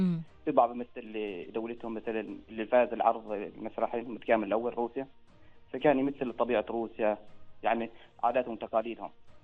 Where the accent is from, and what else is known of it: Oman